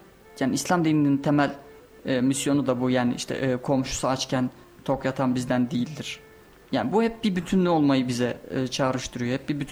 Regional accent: Çankırı Province, Turkey; Aslen Çankırlıyım.

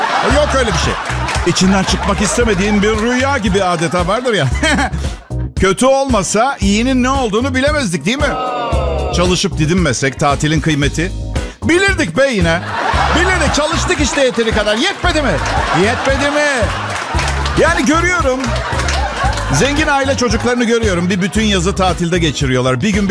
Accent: Istanbul, Turkey; moved away as an adult; also born or lived in Tophane, Istanbul; now in Bodrum, Turkey; bir İtalyan vatandaşıyım. Hayatımın büyük bölümünü Türkiye'de yaşadım. Danilo Şef gibi 3 hafta önce gelmedim. Tophane'de doğdum, Şişli'de büyüdüm. Türkçem bir harika. 5 senedir Bodrum'da yaşıyorum.

